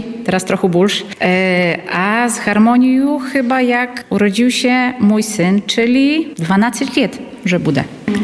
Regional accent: Kotłówka, Podlaskie Voivodeship, Poland; moved away as an adult; akurat ja z Kotłówki pochodzę, no niedawno przeniosła się, ale dalej związana tutaj z parafią i z Łosieńką

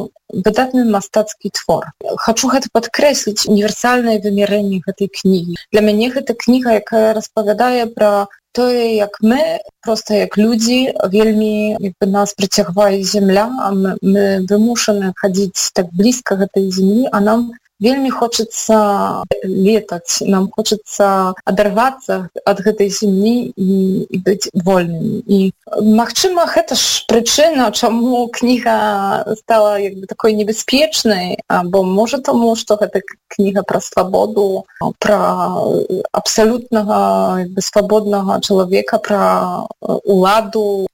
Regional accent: Podlaskie Voivodeship, Poland; Belarusian is a second language; навошта мне вучыцца расійскай мовы, мне патрэбная беларуская. І так гэта проста склалася. Хаця фактычна я родам з Падляша, і напэўна гэта сямейны корані, і Падляша сама па сябе паўплывала на тое, што мне пасля ўжо даволі лёгка даводзілася вучыцца і гаварыць

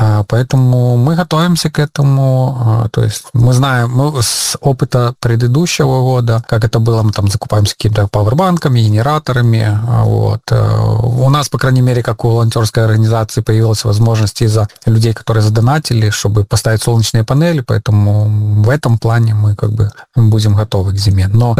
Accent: Belarus; now in Ukraine; из Украины, я говорю, что я белорус, я как бы не украинец

